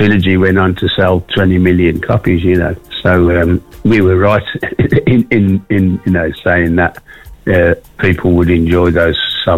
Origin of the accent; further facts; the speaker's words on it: West Midlands, United Kingdom; accent: Brummie; And in the early days, a lot of people didn't know what I was singing about because of my Brummy accent, you know.